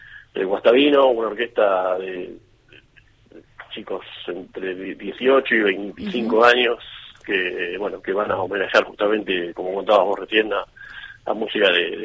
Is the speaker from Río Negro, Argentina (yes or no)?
no; Buenos Aires, Argentina; born there; yo soy el primero de mis hermanos que nació en Buenos Aires.